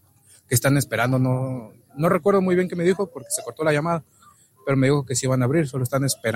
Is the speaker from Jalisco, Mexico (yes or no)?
yes; Jalisco, Mexico; Yo vengo de Jalisco.